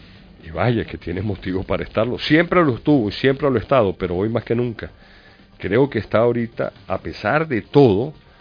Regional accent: Venezuela

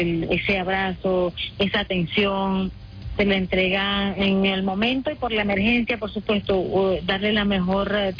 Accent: Venezuela

